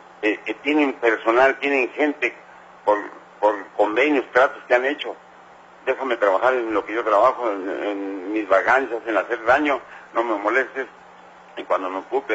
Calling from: Mexico

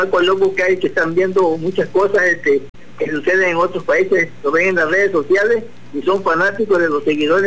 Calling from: Chiapas, Mexico; yo soy cofundador de Morena aquí en Chiapas.

